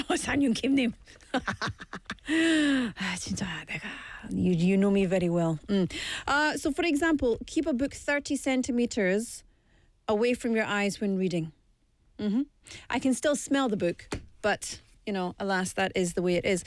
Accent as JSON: {"language": "English", "region": "Scotland", "country": "United Kingdom", "moved": "yes", "lives_now": "Busan, South Korea", "said": "스코틀랜드 사람입니다. I'm from Scotland."}